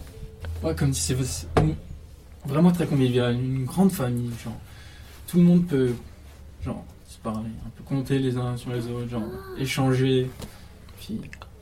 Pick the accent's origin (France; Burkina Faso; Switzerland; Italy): France; Strasbourg, Grand Est; moved away as an adult; now in Smithers, Canada; Je viens d'Alsace, Strasbourg.